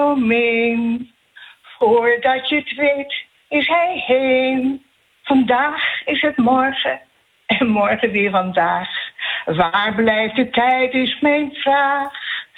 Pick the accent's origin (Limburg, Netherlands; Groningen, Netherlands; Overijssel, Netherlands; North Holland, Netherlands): North Holland, Netherlands; Je weet, ik kom zelf ook uit de Zaanstreek.